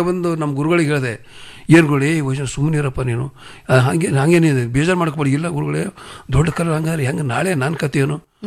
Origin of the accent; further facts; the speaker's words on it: Bidar, Karnataka, India; ಯಾವೂರು ನಿಂದು, ಬೀದರ್ ಅಣ್ಣವರ. ಎಲ್ಲಿ ಬೀದರು, ಬಾಲ್ಕಿ ತಾಲೂಕು ತೇಗಂಪುರ.